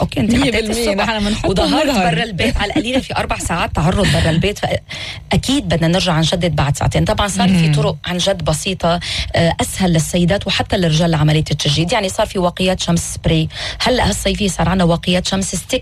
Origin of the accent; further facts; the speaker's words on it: Lebanon; أكتر من الشمس عندنا ببلادنا